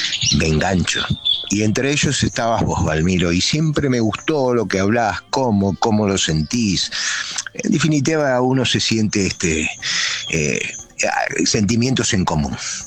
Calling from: Santa Teresita, Buenos Aires Province, Argentina; de Santa Teresita.

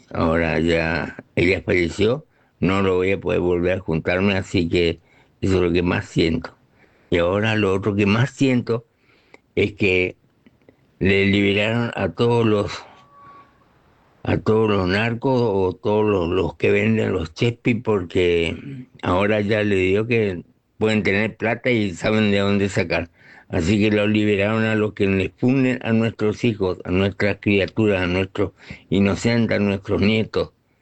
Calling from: Formosa, Argentina; de Formosa.

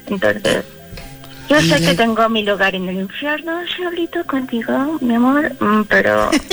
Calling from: Fuentes del Pedregal, Mexico City, Mexico; Y acá de Fuentes del Pedregal

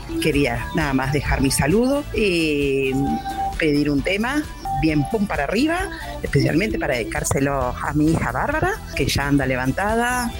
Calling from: Montevideo, Uruguay; de Barrio Peñarol.

